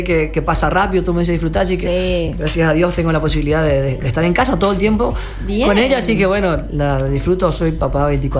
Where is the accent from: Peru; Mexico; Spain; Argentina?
Argentina; El Colorado, Formosa; now in Corrientes, Argentina; soy de El Colorado, Formosa